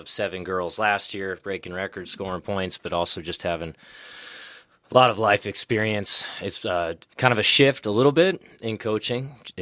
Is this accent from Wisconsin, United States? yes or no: yes; Wisconsin, United States; moved away as an adult; also born or lived in Florida; now in Nebraska, United States; I grew up in Wisconsin, right.